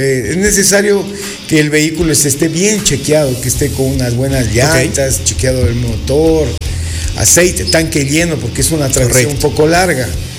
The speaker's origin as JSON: {"language": "Spanish", "town": "Zamora", "region": "Zamora-Chinchipe", "country": "Ecuador", "said": "somos de aquí de Zamora"}